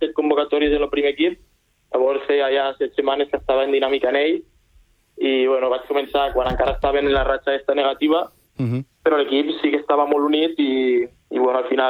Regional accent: Sitges, Catalonia, Spain; vaig començar al Sitges, que és l'equip del meu poble.

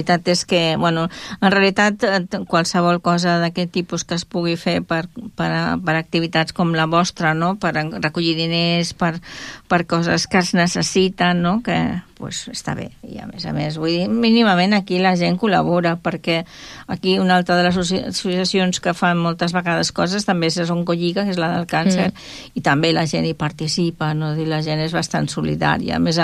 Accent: Barcelona, Catalonia, Spain; moved away as an adult; No sóc d'aquí, sóc barcelonina, però ja porto 30 i pico d'anys aquí.

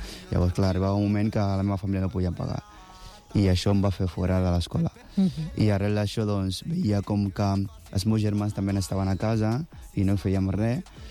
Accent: Kumasi, Ashanti, Ghana; moved away; jo sóc d'un poble de Ghana que es diu Kumasi, i dintre d'aquest poble, doncs, el nostre dia a dia era, doncs, aixecar-se al matí, entre setmana vas a l'escola, i per la tarda fas futbol amb amics

